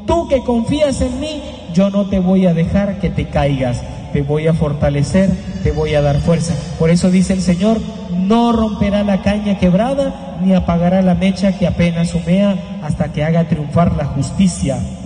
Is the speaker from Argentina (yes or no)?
no; Colombia; Por eso para nosotros que somos colombianos, siempre compramos las cosas nuevecitas.